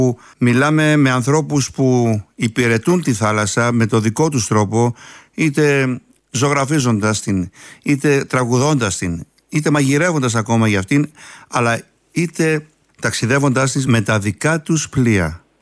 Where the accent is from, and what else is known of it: Greece